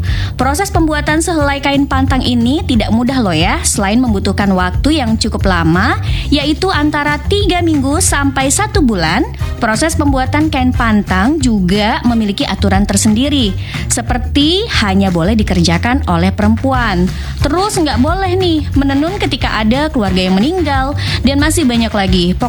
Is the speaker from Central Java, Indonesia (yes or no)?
no; Sintang, West Kalimantan, Indonesia; dari kotaku tercinta, apalagi kalau bukan Kota Sintang, Kalimantan Barat.